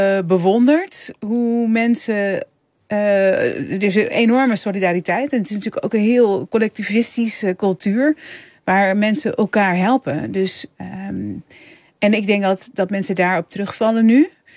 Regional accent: Leeuwarden, Friesland, Netherlands; moved away; also born or lived in Turkey; ik ben opgegroeid in Friesland. Eerst in een dorpje vlakbij Leeuwarden en daarna in Leeuwarden. Mijn moeder is Fries, dus ik ben wel opgegroeid met Fries om me heen. Ja. Ik heb het nooit echt gesproken in de zin van dat het mijn dagelijkse, dat het mijn taal was.

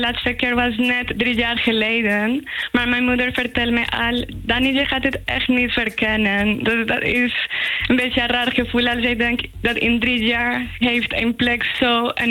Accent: Medellín, Antioquia, Colombia; Dutch is a second language; En ik kom uit Medellín en dat kan ik alvast zien. En mijn familie zeker.

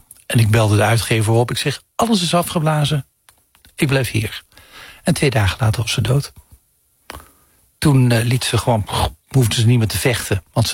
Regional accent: Heerlen, Limburg, Netherlands; moved away; mijn geboorteplaats Heerlen.

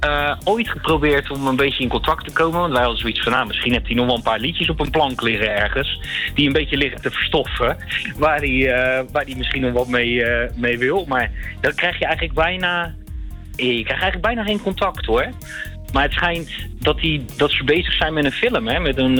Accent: Spijkenisse, South Holland, Netherlands; ik kom zelf uit Spijkenisse

